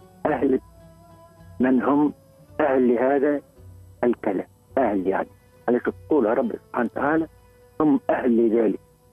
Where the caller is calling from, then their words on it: Tunisia; أنا نتشرف باش نكون تونسي اليوم